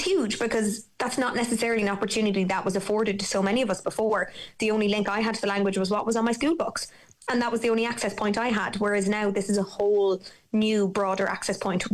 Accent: Midlands, Ireland; Growing up in the Midlands, Irish was a school subject. I went to an all-English school. I did maybe 20, 30 minutes of an Irish lesson a day, but I didn't understand the context of the language

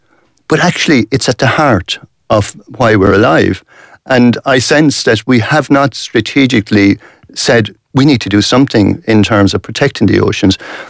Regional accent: west of Ireland, Ireland; I'm going to the West, I'm from the West

